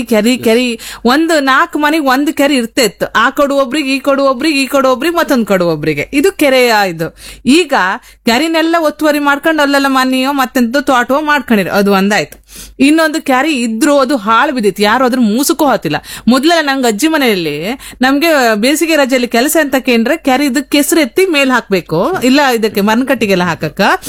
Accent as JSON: {"language": "Kannada", "region": "Karnataka", "country": "India", "also_born_or_lived": "Mumbai", "moved": "yes", "said": "ನಾನು ಇದೇ ಊರಂಗಿದ್ದವಳು ಕರಾವಳಿಯಲ್ಲಿ, ನಮ್ದದೇ 4,500 ಮಿಲಿಮೀಟರ್ ಮಳೆ ಕಂಡವ್ರು."}